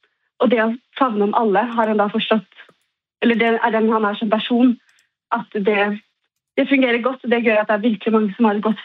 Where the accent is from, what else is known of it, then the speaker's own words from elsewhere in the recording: Norway; ja, man har behov for at være med andre nordmænd, kan jeg godt mærke. Så de andre norske studerende her, vi holder sammen. Og så kan det også godt være, at man tager turen hjem til Norge